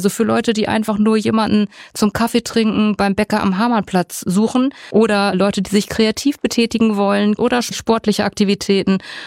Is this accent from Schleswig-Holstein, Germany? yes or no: yes; Schleswig-Holstein, Germany; now in Münster, Germany; Ich komme aus Schleswig-Holstein und ich bin sehr mit dem Wasser verbunden.